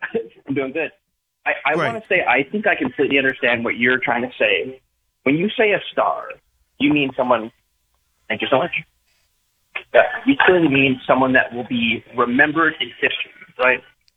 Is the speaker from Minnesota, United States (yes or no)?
yes; Minnesota, United States; Yeah, like I'm from Minnesota, so I love Ant.